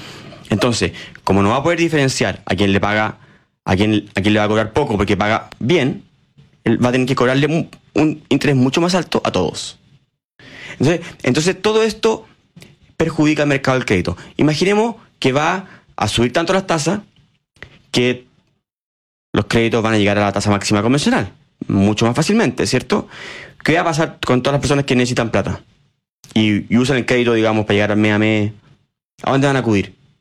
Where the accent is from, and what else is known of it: Chile